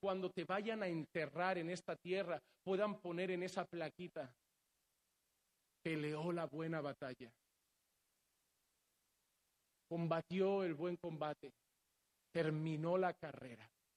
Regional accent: Barcelona, Catalonia, Spain; Yo vengo de Barcelona.

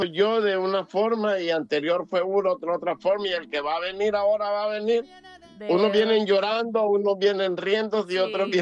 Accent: Honduras; Pena sentía yo como hondureño.

